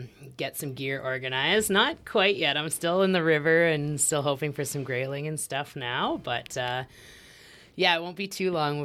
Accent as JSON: {"language": "English", "town": "Edmonton", "region": "Alberta", "country": "Canada", "tie": "born or raised there", "moved": "yes", "said": "I grew up in Edmonton."}